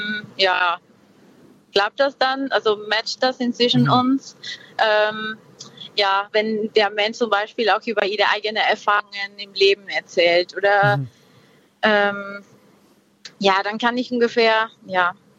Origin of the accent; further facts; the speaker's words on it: north, Peru; German is a second language; moved away; komme ursprünglich aus Peru. Ich bin im Norden von Peru aufgewachsen und da gab es ja viel Natur